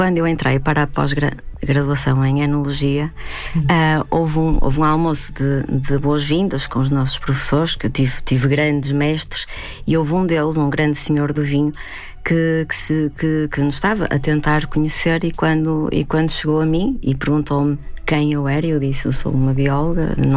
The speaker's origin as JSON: {"language": "Portuguese", "region": "Braga", "country": "Portugal", "said": "Eu não nasci no meio da vinha, eu não fui criada no meio da vinha, eu sou de Braga."}